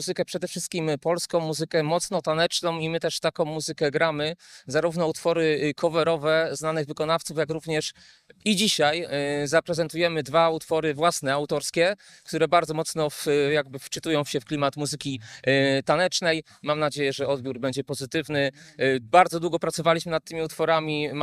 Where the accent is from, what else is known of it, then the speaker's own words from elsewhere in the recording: Kraków, Lesser Poland, Poland; my generalnie jesteśmy dosyć z daleka, bo my przyjechaliśmy aż z Krakowa dzisiaj tutaj do Państwa